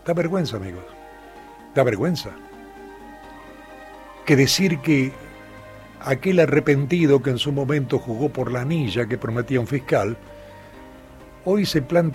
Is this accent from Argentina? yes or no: yes; Argentina; Soy argentino.